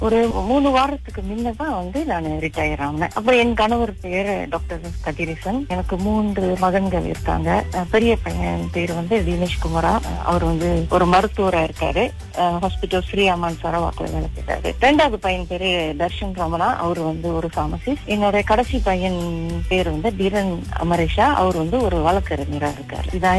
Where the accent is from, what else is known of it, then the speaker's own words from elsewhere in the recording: Kampung Pisang, Perak, Malaysia; நான் பிறந்து வளர்ந்ததெல்லாம் சும்மூர் பேராக்கல. தொடக்க காலத்துல கம்போம் பீசாங்கன்ற ஒரு கிராமத்துல வளர்ந்தேன் நானு.